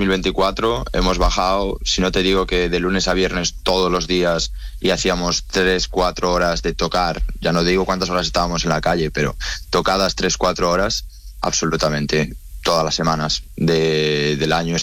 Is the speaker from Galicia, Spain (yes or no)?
yes; Galicia, Spain; yo, que soy de Galicia, Galiza, Baliza.